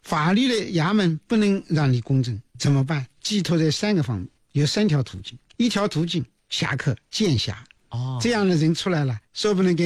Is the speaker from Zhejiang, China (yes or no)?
yes; Shaoxing, Zhejiang, China; 徐文长在我家乡的，在我们绍兴有很多他的传说